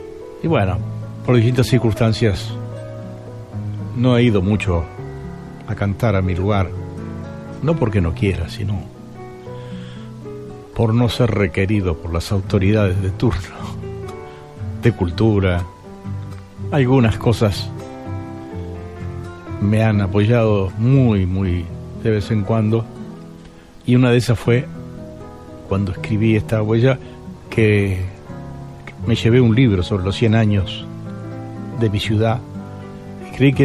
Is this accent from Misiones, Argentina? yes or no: no; Tres Arroyos, Buenos Aires Province, Argentina; moved away as an adult; now in Buenos Aires, Argentina; 50 años en Buenos Aires, todos los que están en el folclore, en el ambiente, saben que soy de Tres Arroyos